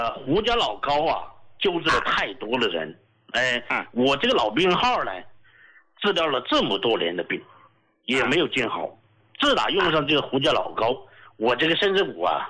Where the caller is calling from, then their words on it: Chongqing, China; accent: Sichuan; 我是重庆的听众啊。